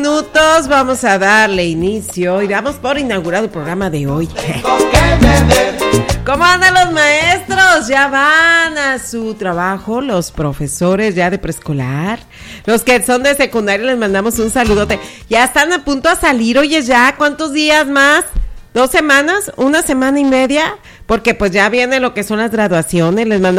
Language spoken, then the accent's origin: Spanish; Nayarit, Mexico; Porque no nos rajamos como nayaritas, porque no nos rajamos como mexicanos.